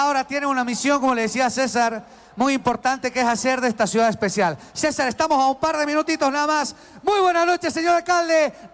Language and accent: Spanish; Tarija, Bolivia; now in La Paz, Bolivia; Yo vine de Tarija, mire, ya vivo aquí enamorado de esta ciudad, imagínate.